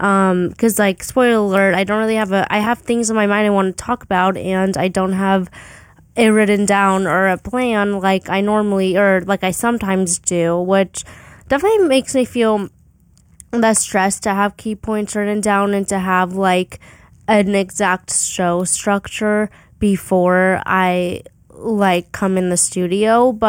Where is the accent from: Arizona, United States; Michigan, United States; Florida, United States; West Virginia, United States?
Arizona, United States; moved away; I'm from Arizona